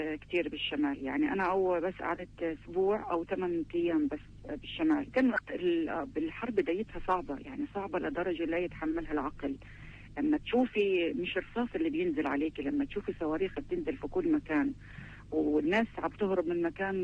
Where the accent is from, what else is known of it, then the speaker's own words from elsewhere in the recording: Beit Lahia, Gaza Strip, Palestine; أنا من شمال القطاع، من مدينة بيت لاهيا.